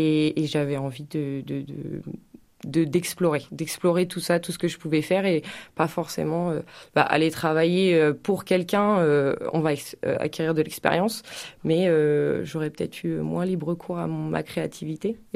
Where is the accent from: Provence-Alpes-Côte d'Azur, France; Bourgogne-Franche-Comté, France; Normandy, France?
Normandy, France; moi je suis originaire de Normandie, donc je suis rentrée par là